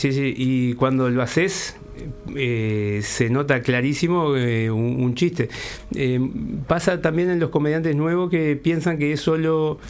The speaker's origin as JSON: {"language": "Spanish", "town": "San Bautista", "region": "Canelones", "country": "Uruguay", "tie": "born or raised there", "said": "Sí, me pasó también hace poco en un show en mi pueblo, en San Bautista."}